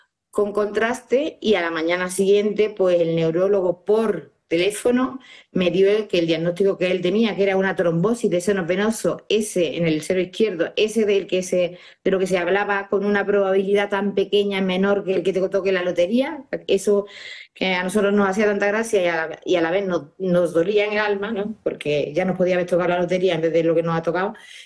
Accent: Baena, Andalusia, Spain; Pues en Andalucía, yo soy de Córdoba, Baena, un pueblo de Córdoba

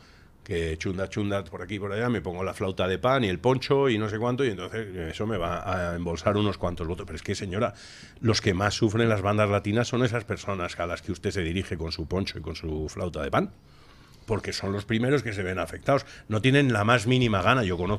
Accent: Honduras; la chusma de la cual yo he venido huyendo en mi ciudad natal, y no actúa contra ellos, malo, me voy a ver a la otra Isabel. Hay una que se llama Isabel Pérez Moñino, que me dice que me va a quitar a la chusma de mi barrio, a la que yo tenía en Honduras

